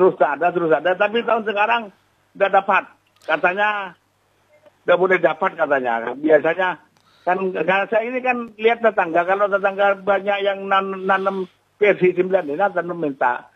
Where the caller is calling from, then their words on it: Indonesia; daerah saya, daerah gulu-gulu utara, namanya Dusun Gunung Tanah Bukat ini